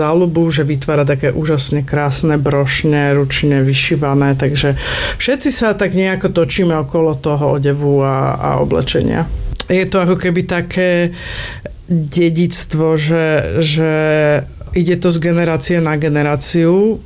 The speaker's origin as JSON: {"language": "Slovak", "town": "Bratislava", "region": "Bratislava Region", "country": "Slovakia", "tie": "born or raised there", "said": "som vyrastala v Bratislave v 90. rokoch"}